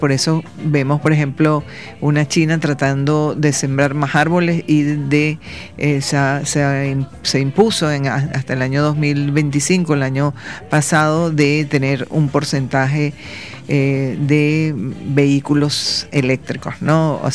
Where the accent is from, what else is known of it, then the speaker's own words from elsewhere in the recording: Venezuela; porque así somos todos los venezolanos.